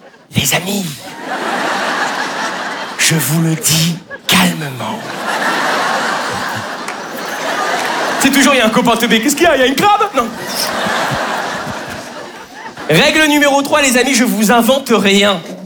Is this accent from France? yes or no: yes; Lyon, Auvergne-Rhône-Alpes, France; now in Paris, France; Moi, comme beaucoup d'entre vous, les amis, je suis originaire de province, je suis originaire de Lyon. Et c'est vrai qu'avant de m'installer sur Paris, j'avais des petites appréhensions sur cette ville